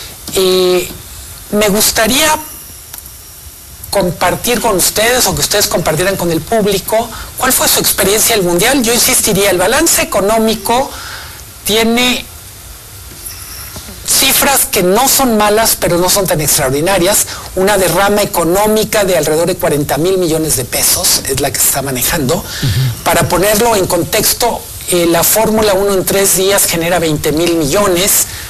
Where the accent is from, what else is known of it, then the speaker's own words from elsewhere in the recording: Guadalajara, Jalisco, Mexico; Soy de Guadalajara